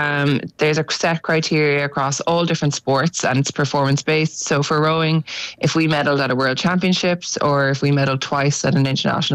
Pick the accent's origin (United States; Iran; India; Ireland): Ireland; Galway, Connacht; moved away as an adult; also born or lived in Cork; I grew up in Galway, and to be part of the team, I had to relocate to Cork once I graduated from university.